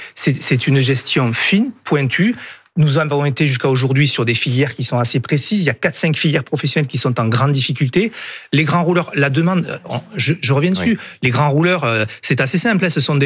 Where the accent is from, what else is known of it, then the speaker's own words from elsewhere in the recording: Occitanie, France; chez moi, en Ariège